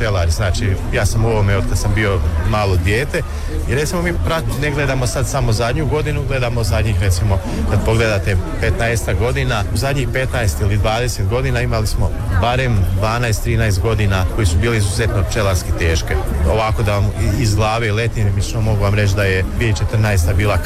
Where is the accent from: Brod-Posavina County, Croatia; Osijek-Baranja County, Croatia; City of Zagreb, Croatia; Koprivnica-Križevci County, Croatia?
Brod-Posavina County, Croatia; Slavonski Brod; dolazimo iz Slavonskog Broda, pčelarimo sa 200 košnica, imamo tradiciju pčelarstva